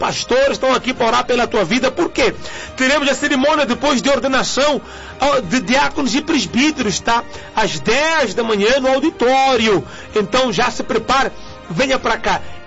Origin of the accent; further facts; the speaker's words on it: Mozambique; now in São Paulo, Brazil; Mahala é o que se fala na minha terra. Mahala significa de graça ou de borla. Eu não sei se usa aqui no Brasil de borla, não, né? Também se fala em Moçambique, é de borla.